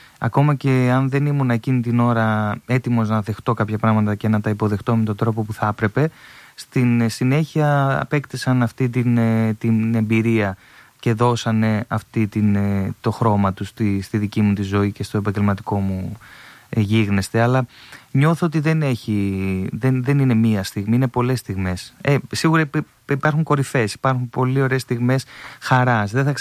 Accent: Thessaloniki, Central Macedonia, Greece; οι τραγουδιστές που είμαστε και από τη Θεσσαλονίκη

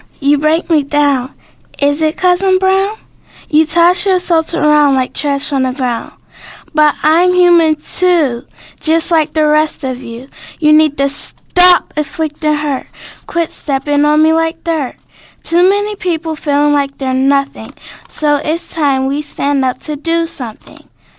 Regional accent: Pennsylvania, United States; now in Wilkinsburg, United States

